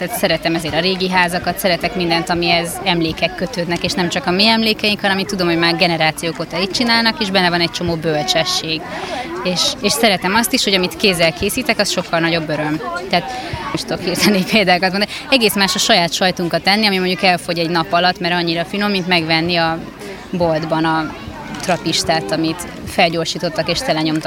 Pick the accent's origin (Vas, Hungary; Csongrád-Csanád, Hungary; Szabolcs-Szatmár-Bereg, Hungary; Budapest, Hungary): Budapest, Hungary; moved away as an adult; Én is Pesten nőttem föl, én nagyon szerettem ott lakni, nehéz volt eljönnöm